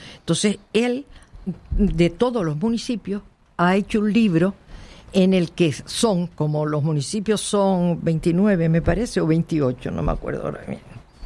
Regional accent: Las Palmas, Canary Islands, Spain; also born or lived in Santa Brígida; yo por ejemplo nací en Las Palmas, pero mis padres se pasaban 6 meses en Las Palmas y 6 meses en el Monte Lentiscal, en Santa Brígida.

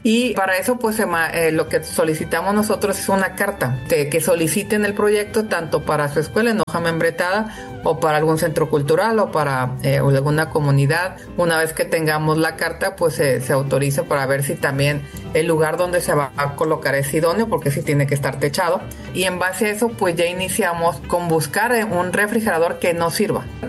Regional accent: Guasave, Sinaloa, Mexico; Yo soy de Guasave, Sinaloa, y yo siempre quise hacer algo allá en mi pueblo

